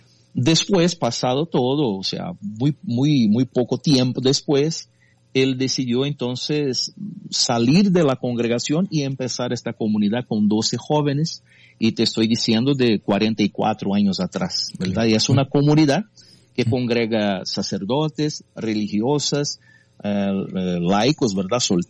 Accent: Brazil; first language Portuguese; Spanish is a second language; Porque yo soy brasileño, ¿verdad? Claro. Yo hablo portugués y este es mi país, Brasil. Pero aquí vivo yo.

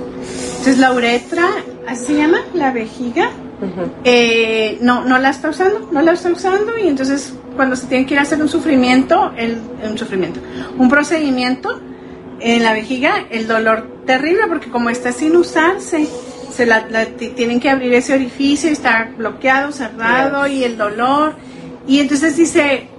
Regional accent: Mexico; born there; aceptar que nací en México

